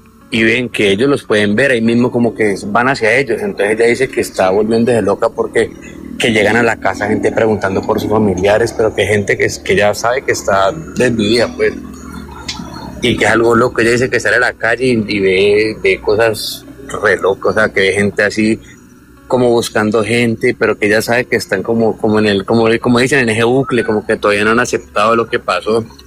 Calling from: Cali, Valle del Cauca, Colombia

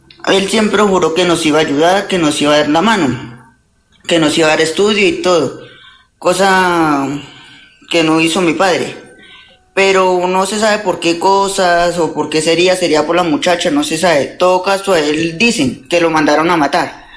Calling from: Bogotá, Colombia; Me comunico desde Bogotá.

